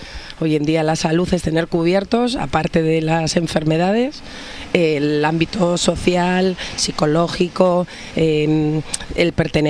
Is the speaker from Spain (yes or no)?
yes; Bilbao, Basque Country, Spain; born there; also born or lived in Aguilar de Campoo; now in Cantabria, Spain; Nacida en Bilbao, en el País Vasco, con sangre castellana, de la zona de la Montaña Palentina, pero de adopción me siento totalmente cántabra. Llevo ya 18 años viviendo en Cantabria